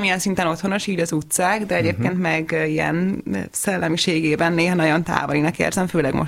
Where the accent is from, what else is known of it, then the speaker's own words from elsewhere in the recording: Budapest, Hungary; én Pesten születtem, nekem minden rokonom pesti, Újlipótvárosban születtem, és ott nőttem föl.